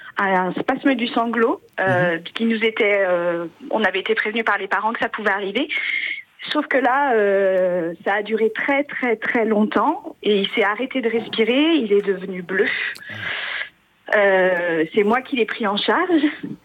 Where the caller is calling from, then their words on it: Pays de la Loire, France; J'appelle de Vendée